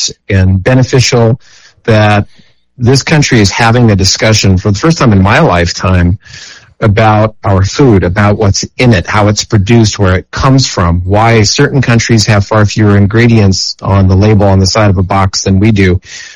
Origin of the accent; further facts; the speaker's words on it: United States; just as a person, as an American, as a husband and a father